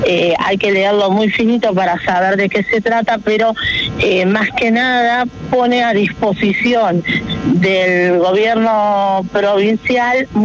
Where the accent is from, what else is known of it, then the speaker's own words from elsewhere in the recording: Entre Ríos, Argentina; como argentinos y como entrerrianos